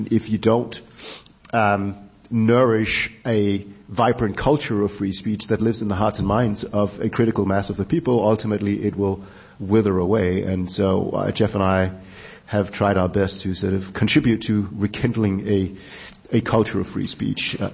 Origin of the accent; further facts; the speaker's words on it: Copenhagen, Capital Region of Denmark, Denmark; moved away as an adult; now in United States; I was born and raised in Copenhagen, Denmark, which is a very secular liberal country.